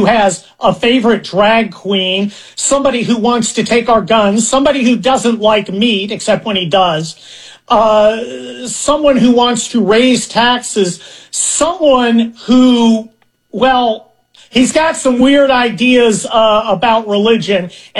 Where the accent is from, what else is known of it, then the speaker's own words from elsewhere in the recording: California, United States; I'm a I am a Californian.